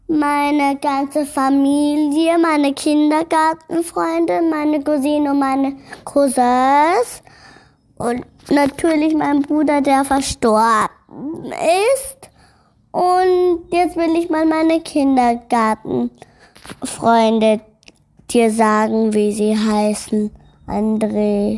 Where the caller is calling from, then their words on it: Upper Austria, Austria; Ich wohne in Oberösterreich. Ich wohne in Edberlambach, bin 5 Jahre alt.